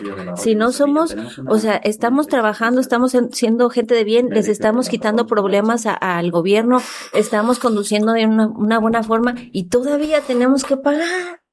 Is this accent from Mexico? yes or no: yes; Mexico